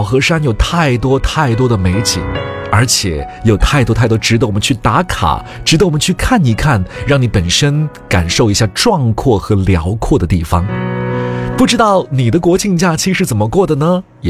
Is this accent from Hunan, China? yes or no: yes; Hunan, China; 作为一个湖南人特别特别跟大家介绍我的家乡